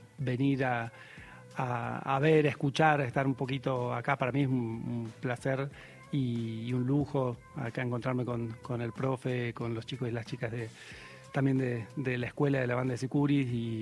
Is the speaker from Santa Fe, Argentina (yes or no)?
no; Buenos Aires, Argentina